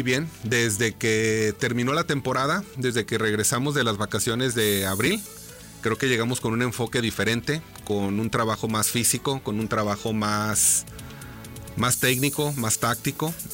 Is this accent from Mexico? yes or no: yes; Aguascalientes, Mexico; para mí es un orgullo decir vengo de México, y pues obviamente te preguntan de qué parte de México y decir es de Aguascalientes, que aunque es un estado muy pequeño